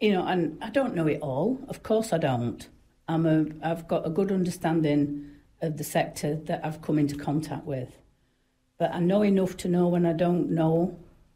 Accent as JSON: {"language": "English", "country": "New Zealand", "said": "part of being a New Zealander as well"}